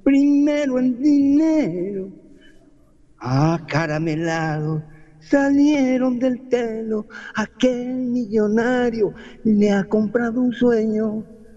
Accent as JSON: {"language": "Spanish", "country": "Argentina", "said": "Somos argentinos y qué tanto lío."}